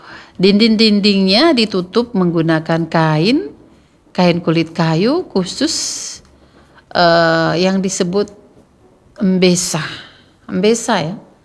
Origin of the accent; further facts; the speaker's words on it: Bali, Indonesia; Sama dengan kita, kalau kita orang Bali Hindu itu ada namanya upacara potong gigi.